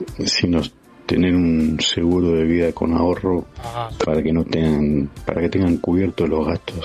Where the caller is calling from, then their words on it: Buenos Aires, Argentina; de Barracas.